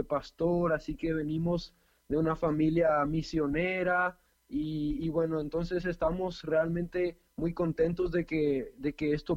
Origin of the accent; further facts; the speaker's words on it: Paraguay; born there; estamos viviendo acá en Paraguay, y tengo dos hermanitas también, una hermana que nació acá en Paraguay, yo nací en Paraguay también, y la más pequeña nació hace casi un año también acá en Paraguay.